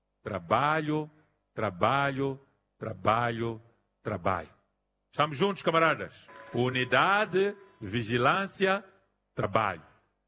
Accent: Mozambique

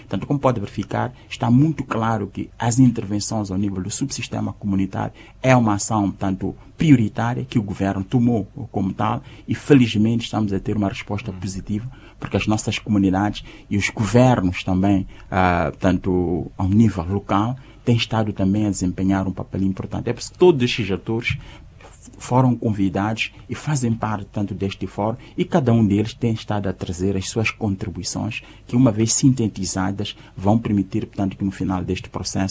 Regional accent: Mozambique; nós somos moçambicanos

